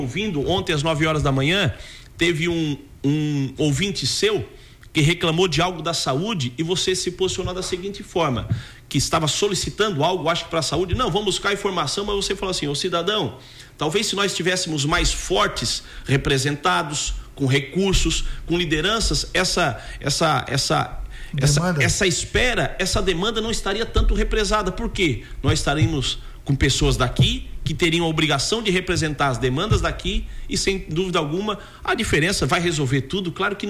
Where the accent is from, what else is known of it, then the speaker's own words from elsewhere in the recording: Santa Catarina, Brazil; Nós somos do Sul.